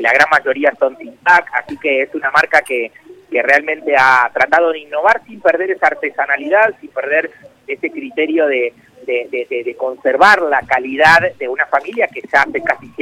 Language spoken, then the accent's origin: Spanish; Azul, Buenos Aires Province, Argentina; moved away as an adult; now in Tandil, Argentina; soy nacido en Azul, le mando un beso muy, pero muy grande a todos mis coterráneos. Ya hace 10 años que estoy viviendo en Tandil, pero bueno, uno siempre vuelve a la ciudad donde lo vieron crecer